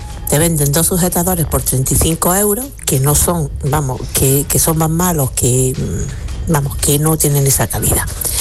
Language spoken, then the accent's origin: Spanish; Granada, Andalusia, Spain; now in Padul, Spain; Vale, soy de Granada y vivo en Padu.